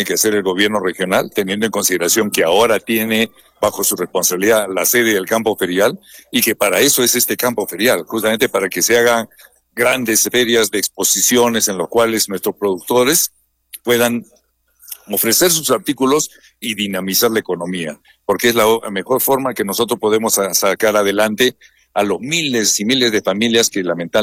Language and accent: Spanish; Arequipa, Peru; nosotros como arequipeños